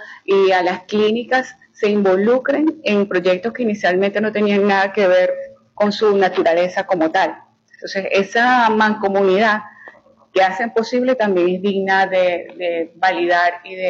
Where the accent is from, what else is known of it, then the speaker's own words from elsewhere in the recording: Venezuela; como ciudadana, como venezolana